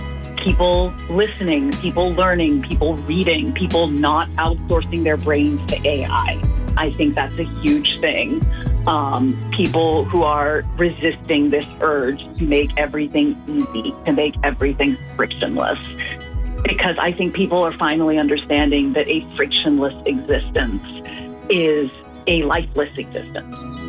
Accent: Bedford, East of England, United Kingdom; I'm from Bedford.

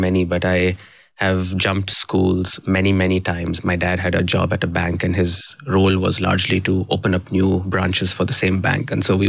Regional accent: Chennai, Tamil Nadu, India; first language Tamil; English is a second language; I'm from South India, from Chennai, in a state called Tamil Nadu, where we don't speak Hindi. The state, the regional language is Tamil in that space. So I grew up speaking Tamil at home. We grew up speaking Hindi at home as well.

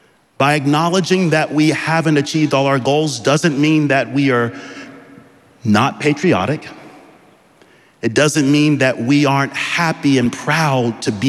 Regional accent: Georgia, United States; Well, I grew up in Georgia in our baseball team, the Atlanta Braves. And I bring that up because growing up in Georgia, my first profession was as a middle school educator.

